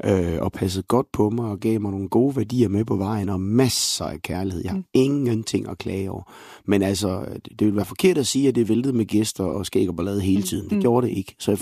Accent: Viborg, Central Denmark Region, Denmark; hjemme på børneværelset i Viborg, hvor jeg voksede op.

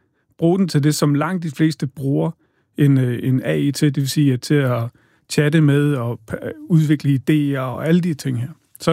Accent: Odense, Region of Southern Denmark, Denmark; Jeg er fra Odense, kan du høre det synge?

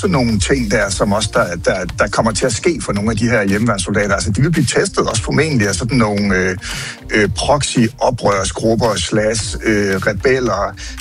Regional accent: Grenå, Central Denmark Region, Denmark; min hjemby Grenå

